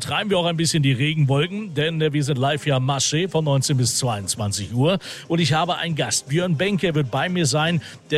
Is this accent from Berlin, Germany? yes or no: no; Hanover, Lower Saxony, Germany; Das macht uns doch als Hannoveranerin und als Hannoveraner absolut stolz.